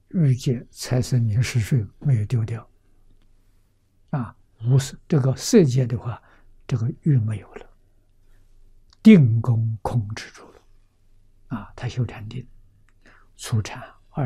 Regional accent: China

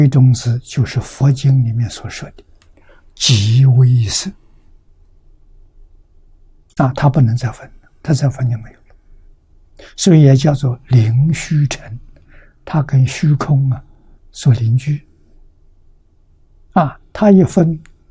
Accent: China

